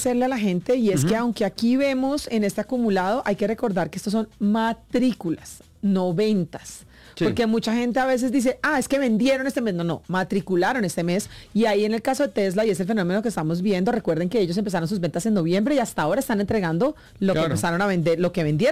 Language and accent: Spanish; Colombia; con orgullo como colombianos